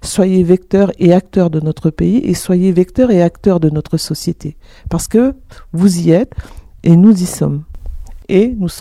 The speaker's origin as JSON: {"language": "French", "town": "Mont-Dore", "region": "South Province", "country": "New Caledonia", "said": "moi, je viens de la tribu de la Conception, donc la commune du Mont d'Or."}